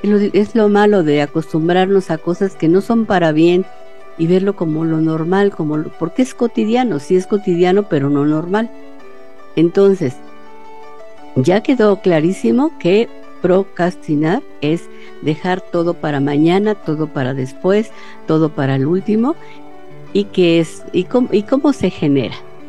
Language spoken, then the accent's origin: Spanish; Mexico; Pero la gran mayoría, como mexicanos, es todo al último.